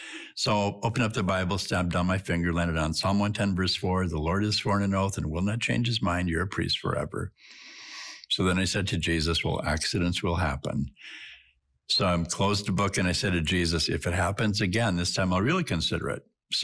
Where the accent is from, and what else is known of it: Duluth, Minnesota, United States; born or raised there